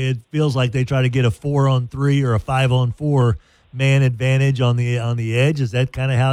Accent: Monticello, Arkansas, United States; born or raised there; moved away

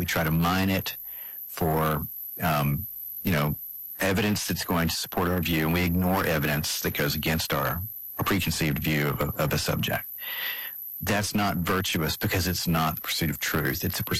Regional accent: Georgia, United States; South. I mean, I'm a Southerner. I grew up in Georgia.

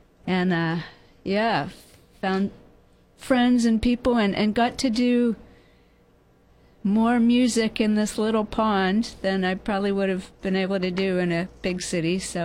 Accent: Pittsburgh, Pennsylvania, United States; moved away as an adult; now in San Luis Obispo, United States; I grew up in Pennsylvania, and you know when you're young and you want to get away and start new, you don't appreciate your hometown, but I couldn't wait to get out of Pittsburgh.

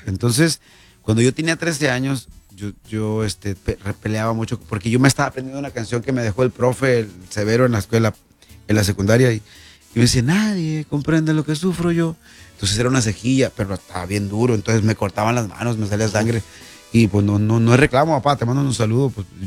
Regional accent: Cacalotán, Sinaloa, Mexico; moved away; hice un grupo de soy de Cacalotán

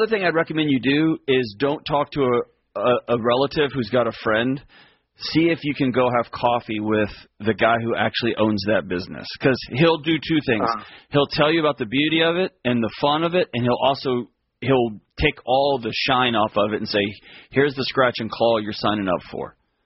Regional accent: Texas, United States; now in Tennessee, United States; I'm in Tennessee, and I grew up in Texas.

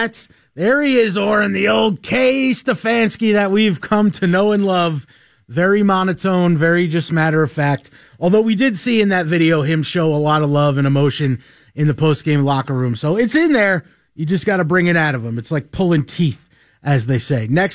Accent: New York, United States; as someone who grew up, admittedly, you guys know I'm from New York

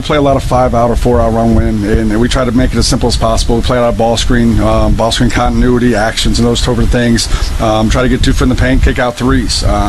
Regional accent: Peoria, Illinois, United States; Originally from Peoria, Illinois.

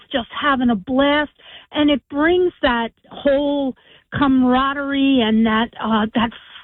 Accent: New Jersey, United States; It's just like so much a part of being growing up in New Jersey and loving … loving my youth.

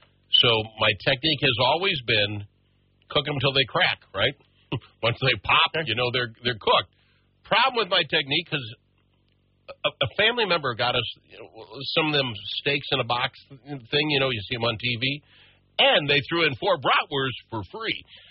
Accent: Minnesota, United States; Minnesota.

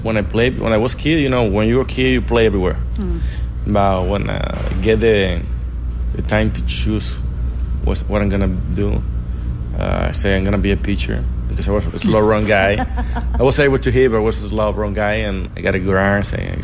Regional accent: Dominican Republic; English is a second language; moved away; Yeah, I grew up back in Dominican Republic.

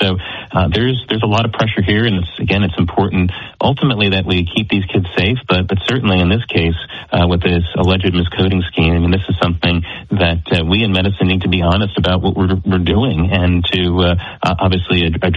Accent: Pennsylvania, United States; born there; my home state in Pennsylvania here

